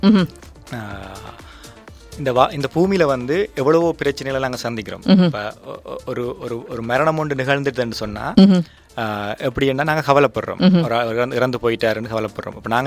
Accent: Jaffna, Northern Province, Sri Lanka

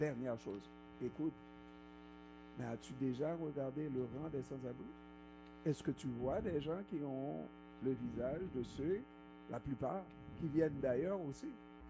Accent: Haiti; now in Canada; alors que moi, je viens d'arriver d'Haïti, je ne suis pas sans abri.

